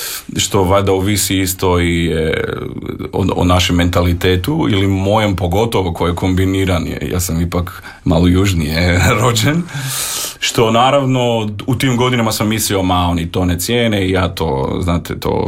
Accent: North Macedonia; moved away; ja sam ipak iz Makedonije

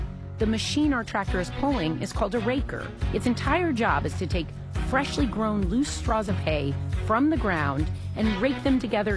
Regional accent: Newton, Iowa, United States; And while I grew up in this town of Newton, I'll admit, I'm no farm girl.

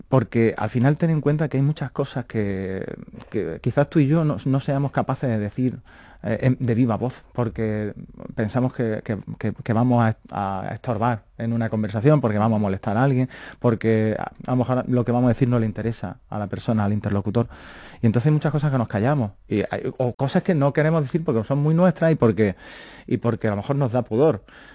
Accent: Baeza, Andalusia, Spain; born there; en mi pueblo, en Baeza.

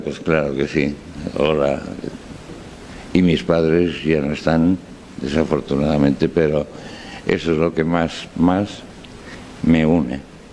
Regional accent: Alcoy, Valencian Community, Spain; moved away; Y ¿de dónde soy? Pues soy de Alcoy. Aunque tengas que luego explicar Alcoy, Alicante, región de Valencia, España, un punto aquí, pero en el fondo soy alcoyano.

